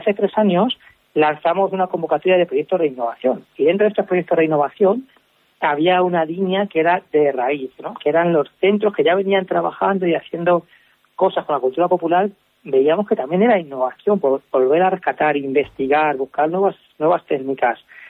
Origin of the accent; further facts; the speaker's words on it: Consuegra, Castilla-La Mancha, Spain; yo soy de Consuegra